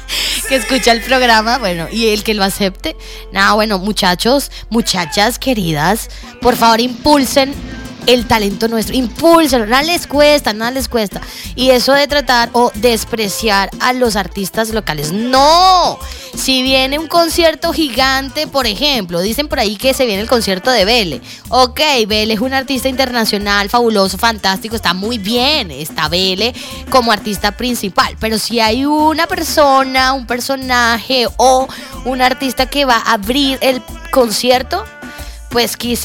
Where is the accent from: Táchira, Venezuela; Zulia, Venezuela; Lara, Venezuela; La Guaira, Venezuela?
Táchira, Venezuela; somos del Táchira, punto. Entonces, obvio, todos somos tachirenses.